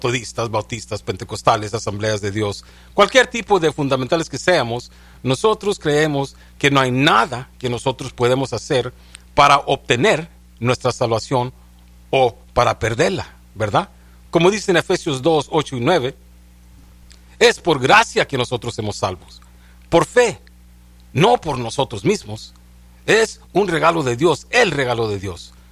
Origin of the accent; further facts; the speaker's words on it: United States; nosotros sabemos que somos americanos